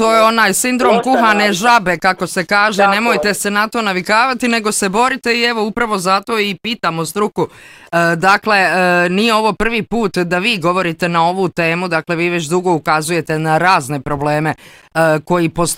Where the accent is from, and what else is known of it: Bosnia & Herzegovina